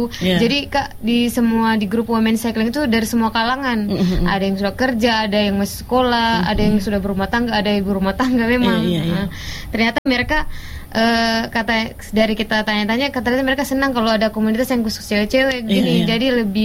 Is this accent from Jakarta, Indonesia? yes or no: no; Pasar Wajo, Southeast Sulawesi, Indonesia; Jadi saya kan kebetulan dari Pasar Wajo. Nah, kebetulan sering ke Bau-Bau dan ini teman saya dia di Bau-Bau.